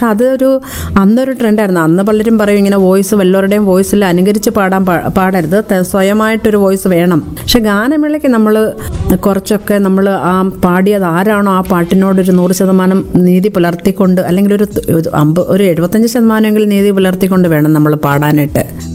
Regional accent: Kottayam, Kerala, India; പിന്നെ ഞാൻ കോട്ടയത്താണ് ജനിച്ചത്. അവിടെയാണ് എൻ്റെ പ്രാഥമികമായിട്ടുള്ള വിദ്യാഭ്യാസമൊക്കെ നടത്തിയിട്ടുള്ളത്.

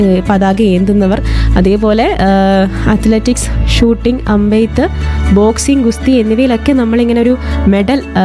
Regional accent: Kerala, India; ഒരു മലയാളി എന്ന നിലയിൽ കൂടി നമുക്ക് ഒരുപാട് അഭിമാനത്തിൻ്റെ നിമിഷങ്ങളാണ്.

